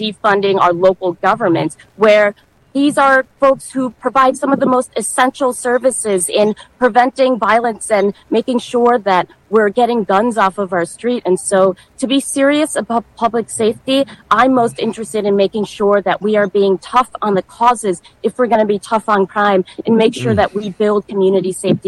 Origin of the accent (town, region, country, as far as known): Madison, Wisconsin, United States; born or raised there